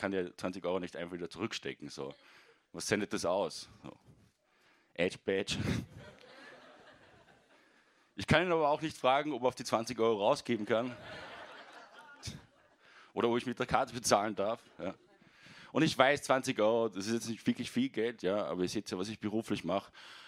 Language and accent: German; Salzburg, Austria; moved away as an adult; now in Vienna, Austria